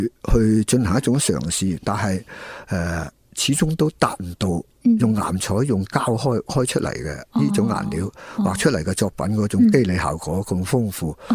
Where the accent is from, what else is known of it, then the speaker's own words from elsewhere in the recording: China; 但系咧，我哋中国人画呢种画嘅时候咧，仲系会将细色，譬如十毫以上嗰啲颜色咧、啊，当水粉咁样啊，将佢调配下。